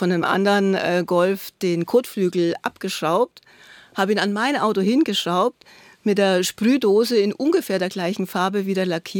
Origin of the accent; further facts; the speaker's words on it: Hof, Bavaria, Germany; Also ich bin in Hof aufgewachsen, das war damals noch das Dreiländereck.